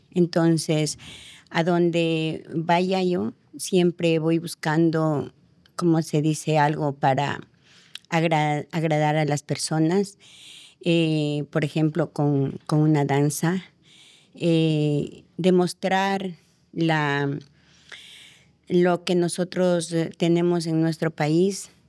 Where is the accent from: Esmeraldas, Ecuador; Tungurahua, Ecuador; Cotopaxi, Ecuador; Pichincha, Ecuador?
Tungurahua, Ecuador; Ambato; moved away as an adult; now in France; Soy de Ecuador, de la ciudad de Ambato. Estoy desde el 2016 aquí en Francia.